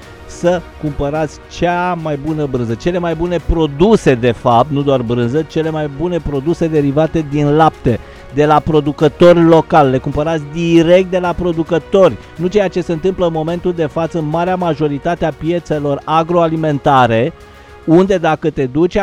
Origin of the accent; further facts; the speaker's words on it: Vama Buzăului, Brașov County, Romania; Ceea ce nu s-a întâmplat niciodată la Vama, în copilăria mea, la Vama Buzăului, abia se făceau cartofii din belșug, dar în niciun caz...